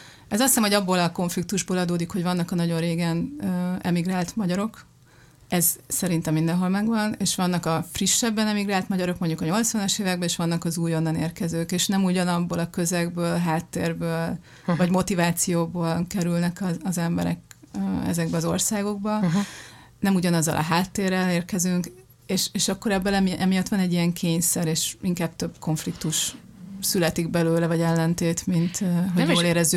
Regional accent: Hungary; hogy ez ilyen kényszer dolog, hogy együtt kell lennünk, mert magyarok vagyunk.

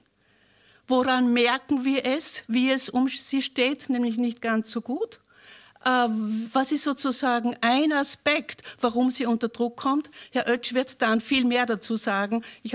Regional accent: Upper Austria, Austria; Ich bin Oberösterreicherin und freue mich immer wieder, nicht nur in Linz durchzufahren

